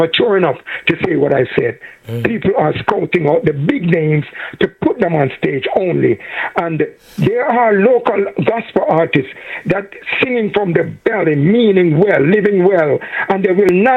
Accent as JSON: {"language": "English", "country": "Jamaica"}